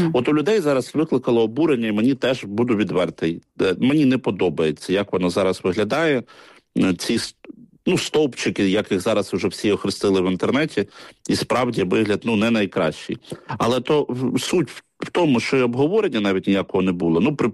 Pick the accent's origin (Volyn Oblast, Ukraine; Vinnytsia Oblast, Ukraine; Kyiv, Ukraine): Kyiv, Ukraine; бо тому що я виріс на Троєщині, я виріс в Деснянському районі.